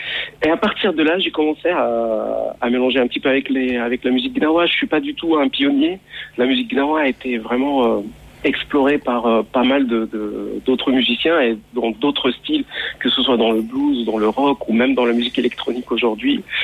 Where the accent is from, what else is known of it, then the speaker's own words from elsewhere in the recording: Morocco; moved away as an adult; now in France; j'ai grandi au Maroc. Je suis né et grandi jusqu'à l'âge de 27 ans. J'ai vécu au Maroc. J'ai fait mes études là-bas, à la fac. Et après, je suis venu m'installer en France pour la musique.